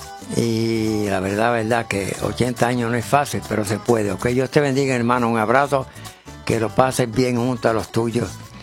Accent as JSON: {"language": "Spanish", "town": "Añasco", "country": "Puerto Rico", "tie": "born or raised there", "moved": "yes", "said": "allá en mi pueblo Añasco"}